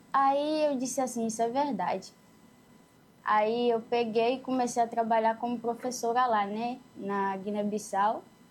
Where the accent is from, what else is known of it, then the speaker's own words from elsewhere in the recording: Foz do Iguaçu, Paraná, Brazil; born there; Nasci em Foz do Iguaçu, meio que no campo. Não é muito diferente, porque continua sendo no Brasil